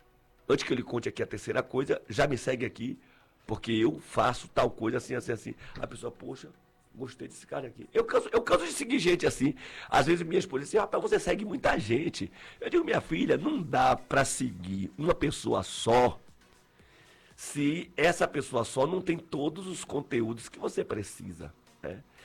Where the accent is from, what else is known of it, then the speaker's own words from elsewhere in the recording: Salvador, Bahia, Brazil; A gente não, a gente é aqui de Salvador, calor o tempo todo.